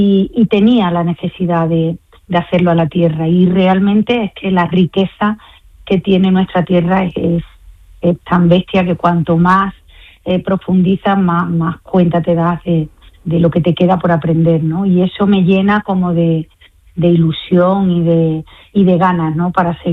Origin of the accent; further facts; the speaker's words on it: Andalusia, Spain; somos todos andaluces